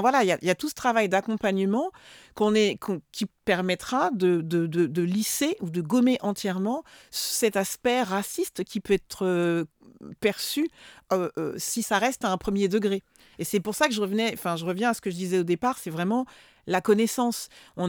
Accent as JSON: {"language": "French", "region": "French Antilles", "country": "France", "said": "moi je suis originaire des Antilles françaises."}